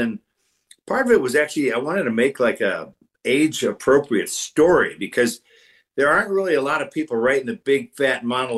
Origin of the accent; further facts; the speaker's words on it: Detroit, Michigan, United States; I'm from the Detroit area.